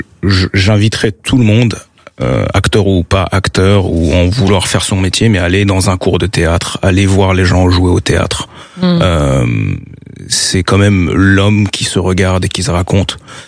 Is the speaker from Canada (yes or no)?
no; France; On est l'élite dans le monde en tant que Français issu d'immigration.